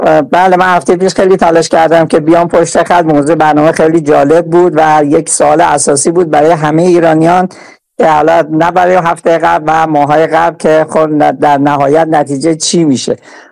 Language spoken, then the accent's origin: Persian; Gilan, Iran; من خودم همشهری شما هستم، بچه گیلان هستم